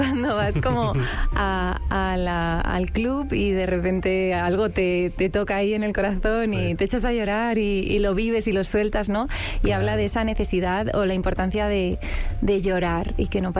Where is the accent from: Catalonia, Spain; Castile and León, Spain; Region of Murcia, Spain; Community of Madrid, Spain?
Community of Madrid, Spain; Madrid